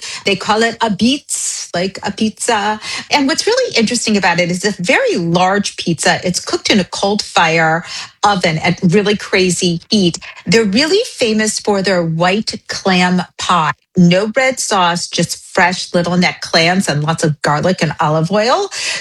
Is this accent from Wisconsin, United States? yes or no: no; New York, United States; I grew up in New York, New Jersey slice, so slice and pie may be my first choice